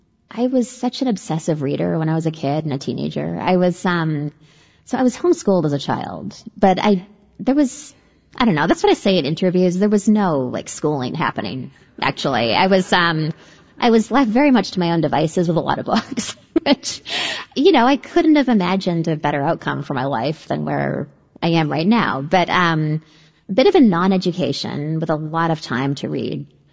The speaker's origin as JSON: {"language": "English", "town": "Denman Island", "region": "British Columbia", "country": "Canada", "tie": "born or raised there"}